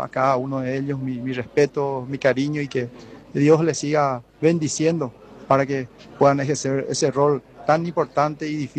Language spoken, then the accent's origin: Spanish; Paraguay